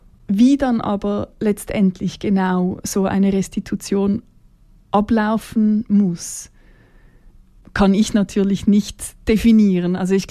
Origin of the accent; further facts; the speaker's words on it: Switzerland; meine Position als Schweizerin